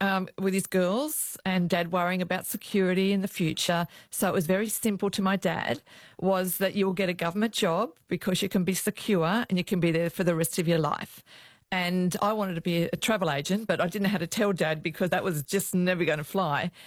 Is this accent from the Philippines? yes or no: no; Westmead, New South Wales, Australia; I grew up at Westmead, which is just near Parramatta, and then spent most of my adult life living in Parramatta. So I'm a Westie through and through.